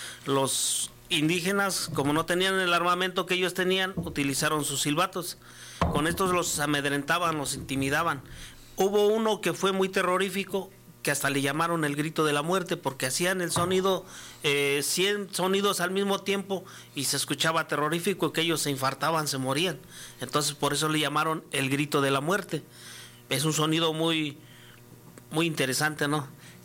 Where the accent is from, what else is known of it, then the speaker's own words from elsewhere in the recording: Tula Valley, Hidalgo, Mexico; Yo vengo de la etnia, bueno, de la cultura tolteca, porque representamos a los de Tula, ¿verdad? Somos del Valle de Tula. Yo vengo del Valle de Tula, Hidalgo, donde están los atlantes. Entonces soy parte de los toltecas.